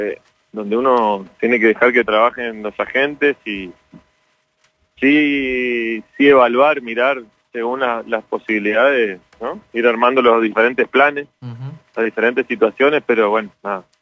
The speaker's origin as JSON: {"language": "Spanish", "country": "Argentina", "said": "aparte somos todos argentinos."}